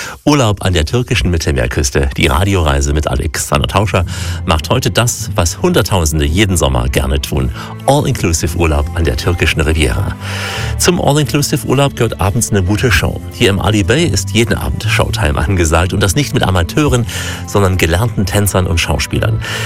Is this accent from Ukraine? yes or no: yes; Ukraine; German is a second language; moved away as an adult; now in Turkey; ich bin nach der Choreografieausbildung in der Ukraine hierher gekommen, weil bei uns in der Ukraine, also in meiner Heimat, diese Jobs nicht gut bezahlt werden. Also bin ich in die Türkei gekommen